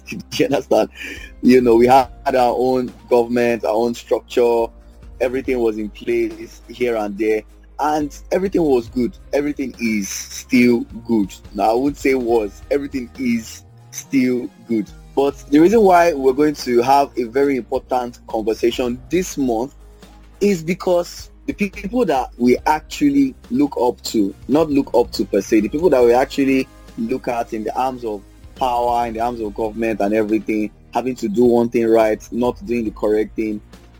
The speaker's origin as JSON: {"language": "English", "country": "Nigeria", "said": "So I am talking to you as a Nigerian."}